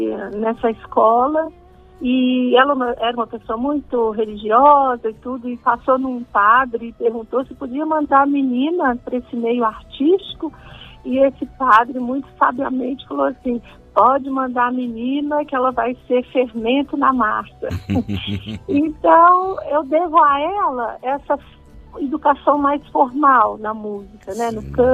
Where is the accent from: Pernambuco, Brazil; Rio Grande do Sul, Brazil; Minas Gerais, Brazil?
Minas Gerais, Brazil; Belo Horizonte; moved away as an adult; also born or lived in São Paulo; Sim, eu sou de Belo Horizonte e moro aqui em Belo Horizonte atualmente.